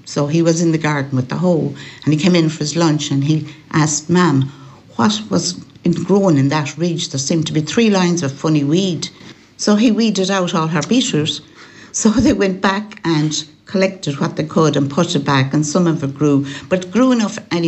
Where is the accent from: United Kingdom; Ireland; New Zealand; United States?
Ireland; Bundara Hallin, Connacht; also born or lived in Toom; Yes, I'm a Galway girl. I was born in Toom and I grew up in Bundara Hallin in County Galway, which actually is inside the border of Mayo.